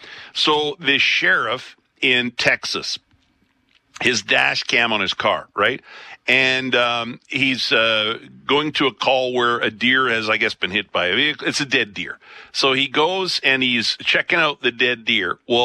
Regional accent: Picture Butte, Alberta, Canada; I grew up in Picture View. Ed's Dairy Bar across the street from us.

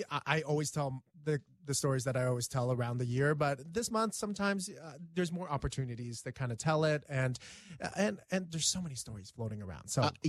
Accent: Canada; born there; I was born in Canada. My parents were Vietnamese refugees. And for me, as someone who was born in Canada, it's an opportunity for me to reconnect with my Asian roots.

